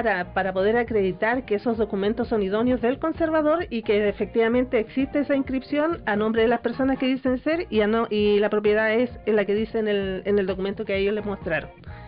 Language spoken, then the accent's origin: Spanish; Coquimbo, Chile; yo en realidad soy de Coquimbo, pero estoy acá en Vicuña los jueves, viernes y sábados